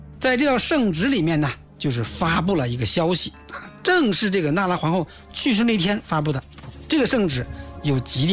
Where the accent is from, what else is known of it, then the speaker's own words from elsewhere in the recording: China; 我们中国人